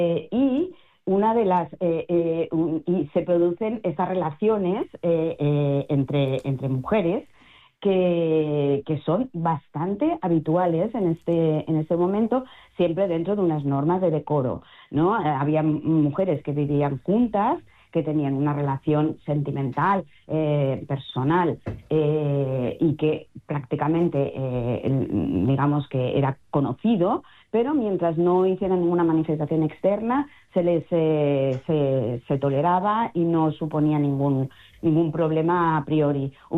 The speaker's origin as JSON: {"language": "Spanish", "region": "Valencian Community", "country": "Spain", "said": "un periplo que para mí particularmente, siendo valenciana, me resulta muy emocionante."}